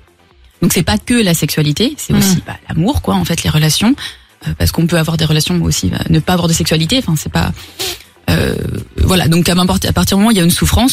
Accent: Bourgogne-Franche-Comté, France; moved away; je viens de Bourgogne de base.

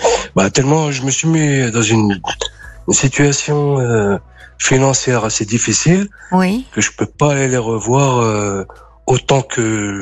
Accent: France; born there; Bah après, moi je suis né en France.

